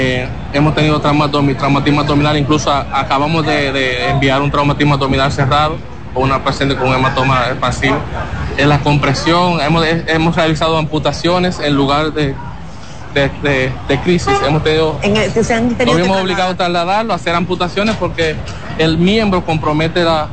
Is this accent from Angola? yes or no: no; Dominican Republic; moved away as an adult; now in Caracas, Venezuela; al igual como dominicanos representando nuestro país aquí